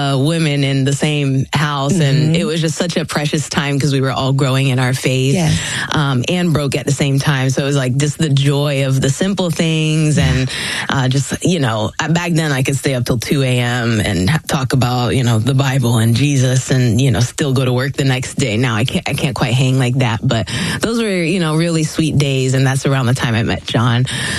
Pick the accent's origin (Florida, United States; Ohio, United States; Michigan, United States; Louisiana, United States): Florida, United States; Orlando; born or raised there; also born or lived in Philippines